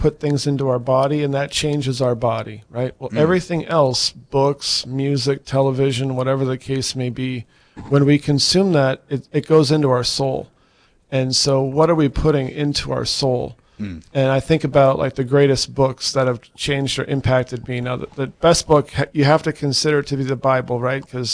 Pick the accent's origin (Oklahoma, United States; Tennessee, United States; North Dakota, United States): North Dakota, United States; Jamestown; now in Fargo, United States; I was born and raised in Jamestown, North Dakota, live in Fargo now, and just retired here this year from the National Guard.